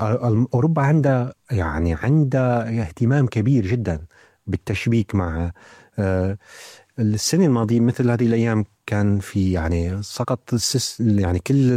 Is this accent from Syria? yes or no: yes; Syria; now in Lower Saxony, Germany; أنا كسوري